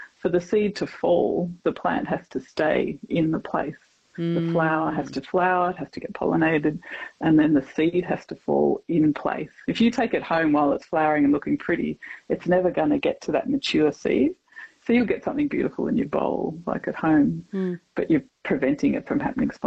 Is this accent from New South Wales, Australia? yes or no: no; Victoria, Australia; now in Alice Springs, Australia; So in southern Victoria, I grew up in Victoria, there is that a lot of wattles down this way will be flowering through winter and spring